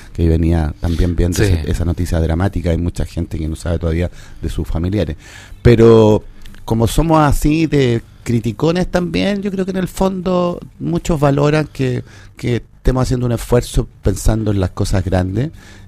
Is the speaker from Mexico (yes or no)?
no; Los Andes, Valparaíso, Chile; que somos criticones los andinos